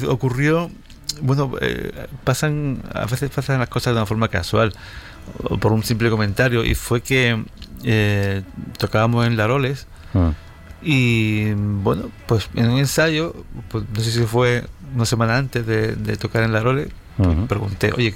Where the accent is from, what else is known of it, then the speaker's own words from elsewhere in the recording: Granada, Andalusia, Spain; Yo que vengo de Granada aquí, que parezco nuevo, ¿no?